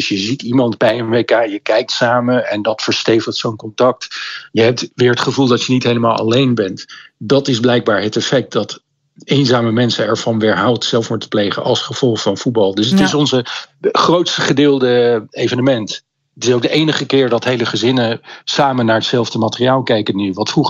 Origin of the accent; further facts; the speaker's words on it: Netherlands; Ik heb een hele sterke voorkeur. Ik ben in Nederland opgegroeid.